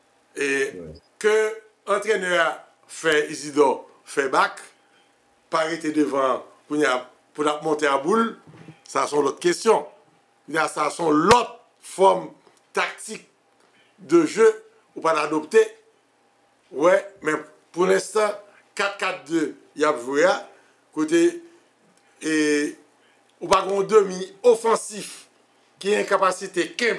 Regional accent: Haiti; nous en tant qu'haïtien

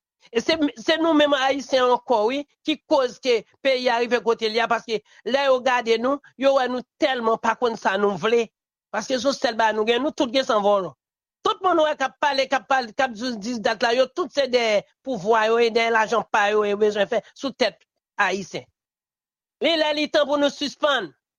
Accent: Haiti

